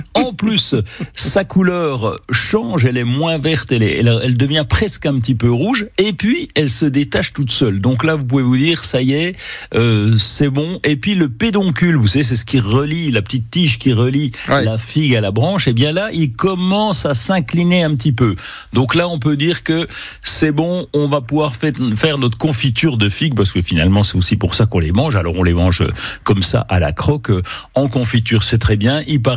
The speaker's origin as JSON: {"language": "French", "region": "Bourgogne-Franche-Comté", "country": "France", "said": "chez nous en Franche-Comté"}